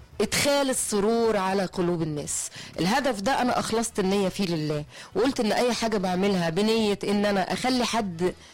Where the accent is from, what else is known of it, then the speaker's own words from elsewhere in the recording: Egypt; شعبي اللي بحبه، الشعب المصري وبلدي